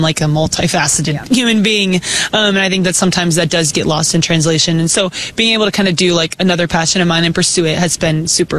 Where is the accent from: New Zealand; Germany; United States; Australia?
United States; Texas; I mean, you have Texas fans there. I'm from Texas. I know what that looks like.